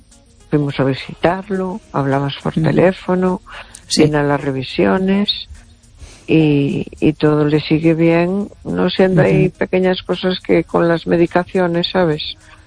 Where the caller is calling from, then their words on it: A Coruña, Galicia, Spain; de Coruña, tengo la voz un poco tomada